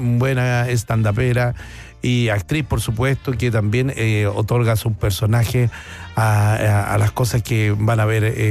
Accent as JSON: {"language": "Spanish", "country": "Chile", "said": "viendo nuestras, dificultades como chilenos"}